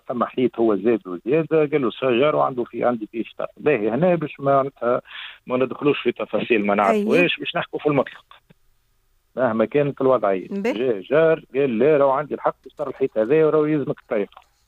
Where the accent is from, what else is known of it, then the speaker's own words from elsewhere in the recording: Tunisia; اللي عندنا في تونس